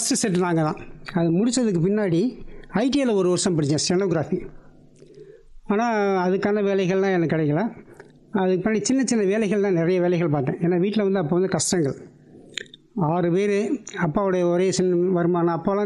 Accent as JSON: {"language": "Tamil", "town": "Madurai", "region": "Tamil Nadu", "country": "India", "tie": "born there", "also_born_or_lived": "Sivaganga / Kanniraajapuram, Ramanathapuram district / Tirunelveli", "said": "சொந்த ஊர் வந்து மதுரை தான் எனக்கு."}